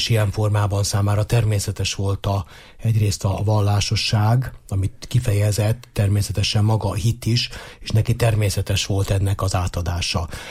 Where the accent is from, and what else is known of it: Zrenjanin, Vojvodina, Serbia; born or raised there; moved away